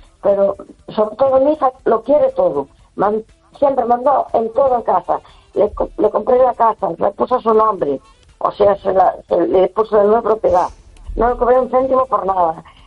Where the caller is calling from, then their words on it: A Coruña, Galicia, Spain; de Coruña.